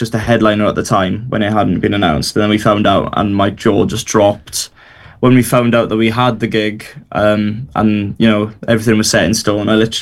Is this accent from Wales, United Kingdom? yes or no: yes; Burry Port, Wales, United Kingdom; We've got a bus going up from Burryport, my hometown, of over like 30 people.